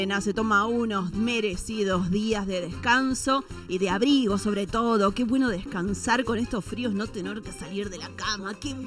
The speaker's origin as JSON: {"language": "Spanish", "region": "Córdoba", "country": "Argentina", "tie": "born there", "said": "No, nací en Córdoba, no me lo sé, no estudié en ninguna escuela cordobesa, no me lo enseñó ninguna maestra. Me enseñaron otras cosas, más rioplatenses"}